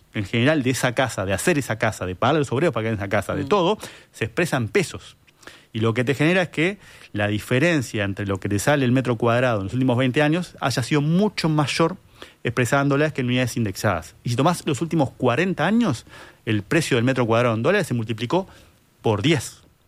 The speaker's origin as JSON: {"language": "Spanish", "country": "Uruguay"}